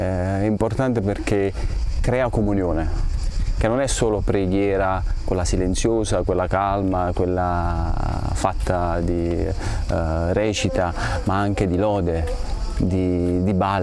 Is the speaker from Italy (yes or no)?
yes; Naples, Campania, Italy; vengo da Napoli, Italia.